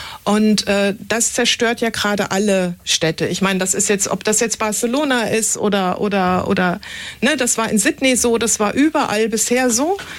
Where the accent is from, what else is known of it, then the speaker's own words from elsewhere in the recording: Munich, Bavaria, Germany; moved away; ich bin gebürtige Münchnerin, ich komme aus Schwabing.